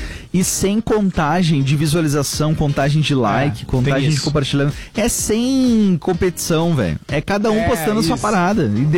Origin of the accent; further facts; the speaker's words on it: Butiá, Rio Grande do Sul, Brazil; a minha terra natal, a cidade onde eu nasci e fui criado. Atenção. Butiá